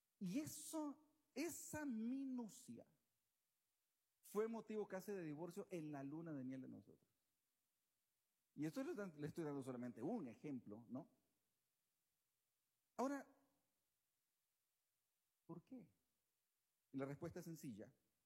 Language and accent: Spanish; Costa Rica; yo me crié, bueno, en mi país, en Costa Rica